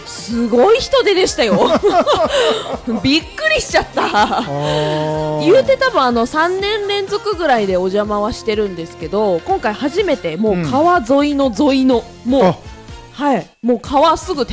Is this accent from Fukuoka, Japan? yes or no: yes; Fukuoka, Japan; この番組は大好きな地元筑豊のいろんな魅力や歌う筑豊のインフルエンサーとしての活動をお届けする番組です。